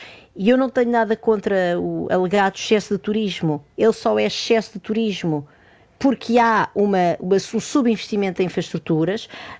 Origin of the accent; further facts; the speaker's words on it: Lisbon, Portugal; nós temos enquanto lisboetas e enquanto utentes dos transportes públicos em Lisboa